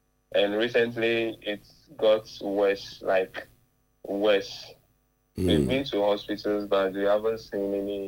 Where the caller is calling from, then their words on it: Akatsi, Volta, Ghana; I'm calling from Akachi in the Volta region.